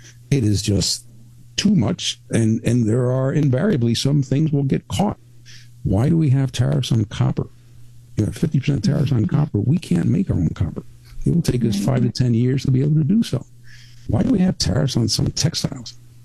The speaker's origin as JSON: {"language": "English", "country": "Mexico", "tie": "born or raised there", "also_born_or_lived": "Cuba / United States"}